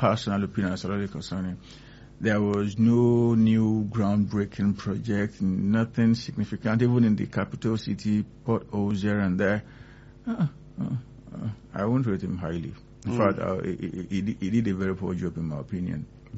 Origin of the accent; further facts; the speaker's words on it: Osun, Nigeria; I'm not from Ekiti State. I am from Osun State.